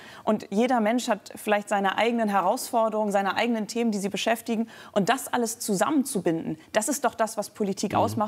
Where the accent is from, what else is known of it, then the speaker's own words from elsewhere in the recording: Bremen, Germany; weil ich Bremen und Bremerhaven wirklich liebe. Ich bin hier groß geworden.